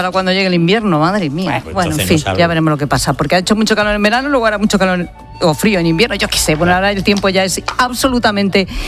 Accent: Castile and León, Spain; hoy es la fiesta de mi pueblo, de María de Alista en Zamora

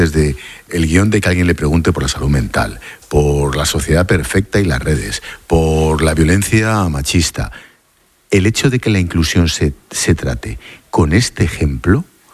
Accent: Madrid, Community of Madrid, Spain; yo me sentí muy orgulloso, como madrileño, de pertenecer al mismo país

